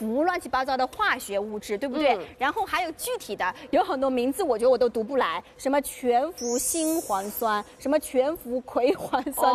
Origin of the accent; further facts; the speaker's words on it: China; 其实我们中国人做陶瓷釉这个技术非常非常好